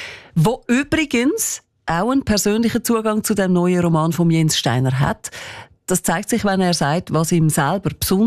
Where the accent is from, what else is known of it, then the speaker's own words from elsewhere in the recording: Zürich, Zurich, Switzerland; Das macht mich natürlich auch ganz besonders fröhlich als Zürcherin.